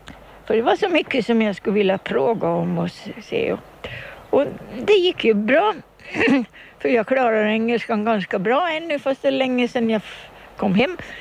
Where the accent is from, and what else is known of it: Kumlinge, Åland, Finland; born or raised there; moved away